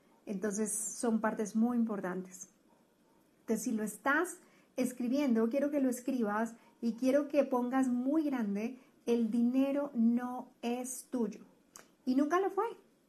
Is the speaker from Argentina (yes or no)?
no; Colombia; now in Guadalajara, Mexico; colombiana viviendo en Guadalajara, México.